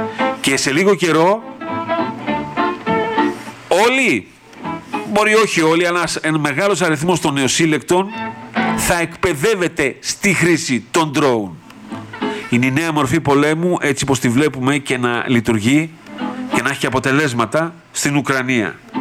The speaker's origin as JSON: {"language": "Greek", "country": "Greece", "said": "εμείς ως Έλληνες καταναλωτές"}